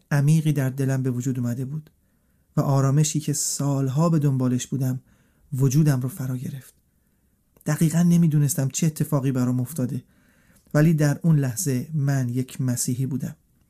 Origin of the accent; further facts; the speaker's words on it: Iran; born there; من در یک خانواده نسبتاً مذهبی در ایران متولد شدم.